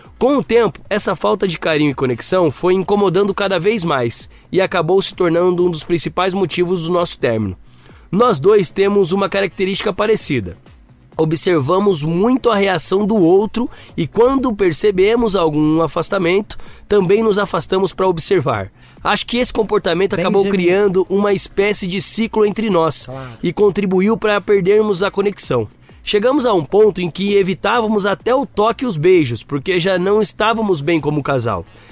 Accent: Feira de Santana, Bahia, Brazil; Eu sou de Feira de Santana.

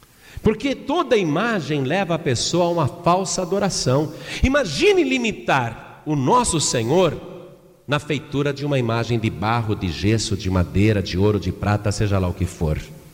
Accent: Brazil

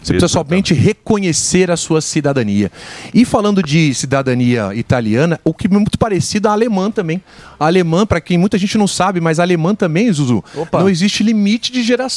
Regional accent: São Paulo, Brazil; Eu sou da região do Morumbi, minha esposa e meus filhos não conseguem ir num shopping sozinho, né?

